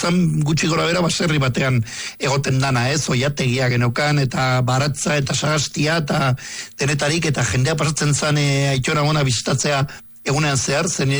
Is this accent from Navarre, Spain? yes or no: no; Basque Country, Spain; born or raised there